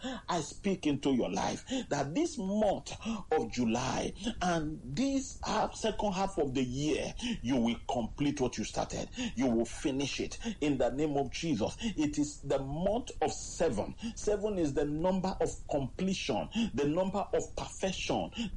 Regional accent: Nigeria; I'm from Nigeria

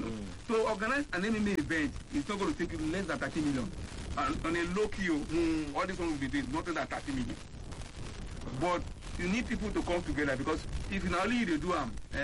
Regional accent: Rivers, Nigeria; I am from River State in a tribe called Ekpe.

